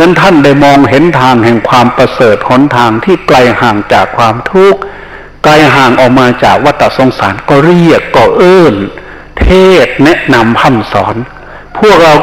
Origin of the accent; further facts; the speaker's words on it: Isan, Thailand; อีสานบ้านเรานี่นะขอพูดภาษาลาวสักครั้งหนึ่ง